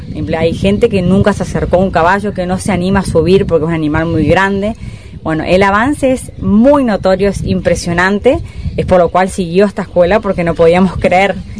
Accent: Curuzú Cuatiá, Corrientes, Argentina; moved away; yo soy de Curuzucuatiá, y vinimos yo volví en pandemia, ella vivía acá. Yo había cambiado de trabajo y vine a vivir a Curuzú sin trabajo, sin nada.

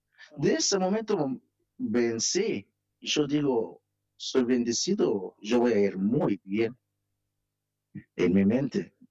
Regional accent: Egypt; Spanish is a second language; moved away as an adult; now in Termas de Río Hondo, Argentina; Soy de Egipto.

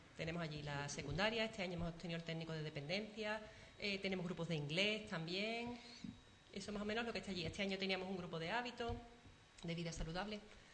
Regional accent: Rota, Andalusia, Spain; Que yo soy de Rota, no soy de Sanlúcar.

